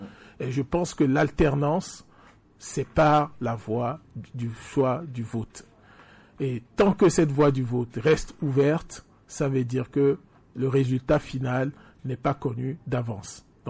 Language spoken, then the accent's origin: French; Togo